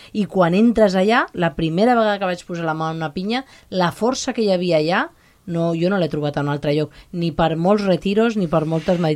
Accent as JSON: {"language": "Catalan", "region": "Catalonia", "country": "Spain", "said": "som catalans, tenim una tradició"}